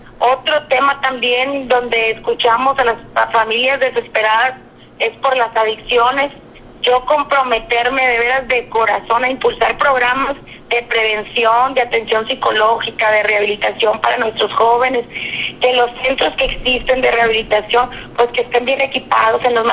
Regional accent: Coahuila, Mexico; somos los coahuilenses, somos los habitantes del Distrito 3

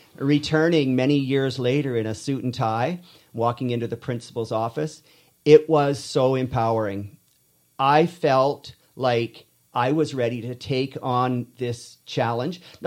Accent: Quesnel, British Columbia, Canada; As a youth growing up in Quesnel

